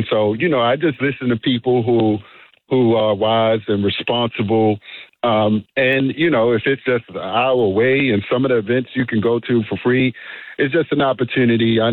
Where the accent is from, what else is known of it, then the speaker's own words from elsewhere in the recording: Baltimore, Maryland, United States; I'm from Baltimore. Like, look, we are like 60 minutes, 30, 40, 50 minutes from D.C.